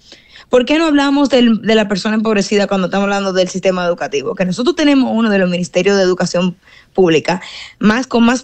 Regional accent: Dominican Republic; también lo pienso como dominicana

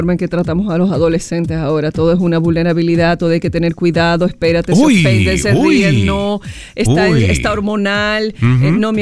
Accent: Dominican Republic; Porque tú sabes cómo somos los dominicanos.

